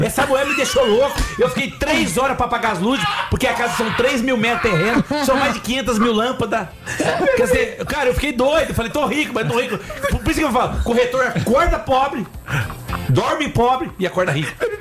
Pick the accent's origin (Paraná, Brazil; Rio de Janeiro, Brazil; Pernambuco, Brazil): Rio de Janeiro, Brazil; eu sou carioca.